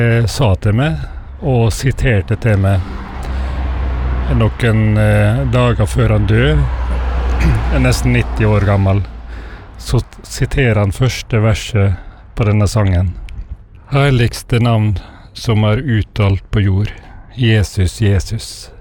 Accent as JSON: {"language": "Norwegian", "town": "Vestnes", "region": "Møre og Romsdal", "country": "Norway", "said": "fra Vestnes."}